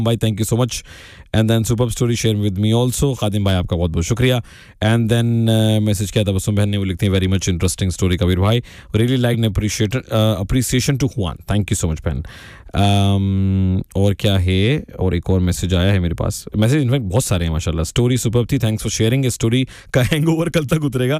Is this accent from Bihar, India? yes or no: no; Chandigarh, India; also born or lived in Sonipat / Delhi; मैं चंडीगढ़ में ही पैदा हुआ हूँ, पला बड़ा हूँ वहाँ पे काफी वक्त तक।